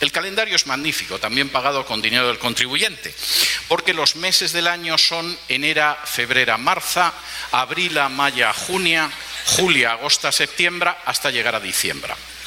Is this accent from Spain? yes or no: yes; Spain; Por ejemplo, en mi país, hace cosa de poco más de un año, en algunas regiones de España